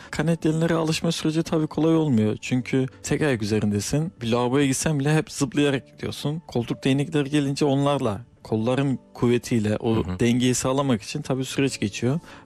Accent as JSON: {"language": "Turkish", "region": "Kırıkkale", "country": "Turkey", "tie": "born there", "said": "1989 Kırıkkale doğumluyum."}